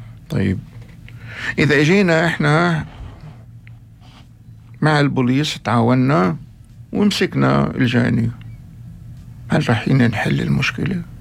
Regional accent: Acre, Northern District, Israel; أنا منكم، ربيت ترعرعت في مدينة عكا،

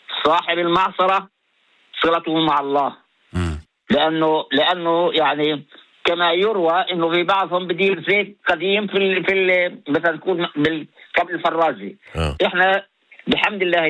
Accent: West Bank, Palestine; اللي احنا بنتبعها عندنا بفلسطين

